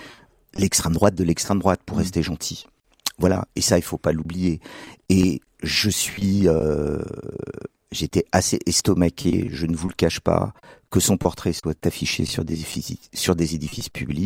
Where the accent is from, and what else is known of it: Auvergne-Rhône-Alpes, France